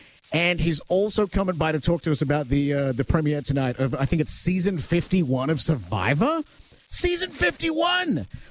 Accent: Australia; Love it. I'm Australian. I'm built for it.

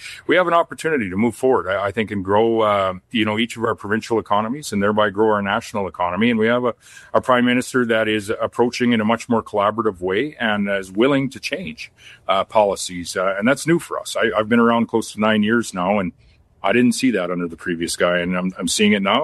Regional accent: Canada; I'm not an Albertan, but I am a Canadian

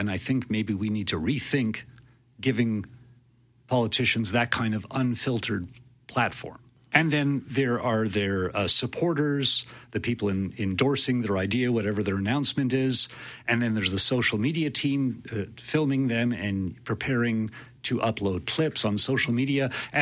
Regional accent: Quebec, Canada; Oh, I was raised in Quebec in the 1970s, very political atmosphere.

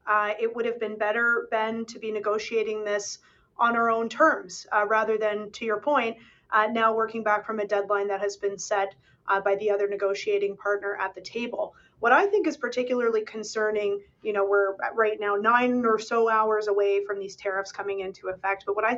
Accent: Canada; as a Canadian

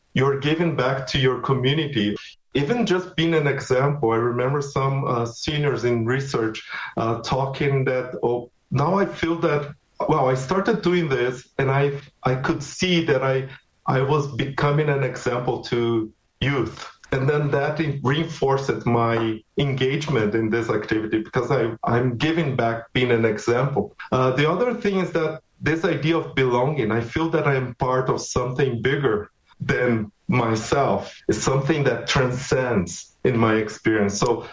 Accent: Brazil; And sometimes I remember, I came from Brazil, I remember a community that was very proud of having runners coming from that.

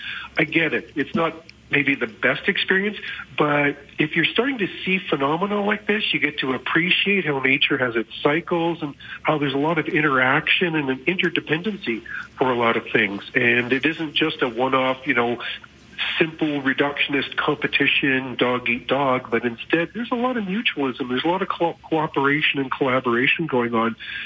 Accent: Edmonton, Alberta, Canada; When I was a little kid growing up in Edmonton

